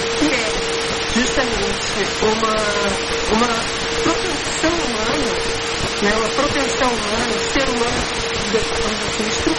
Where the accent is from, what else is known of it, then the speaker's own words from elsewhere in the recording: Brazil; moved away as an adult; now in Portugal; E eu, como brasileira, em Portugal, experimentei um pouco que essa comunidade brasileira experimenta.